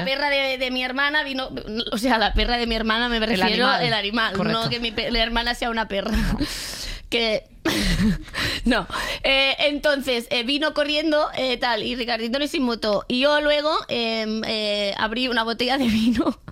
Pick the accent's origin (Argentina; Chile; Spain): Spain; Catalonia; Yo bebo agua porque soy catalana